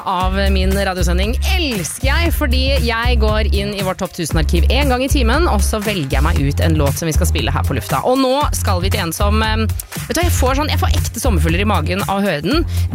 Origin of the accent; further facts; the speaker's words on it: Oslo, Norway; For jeg vokste opp i Oslo, gikk på Oslo skole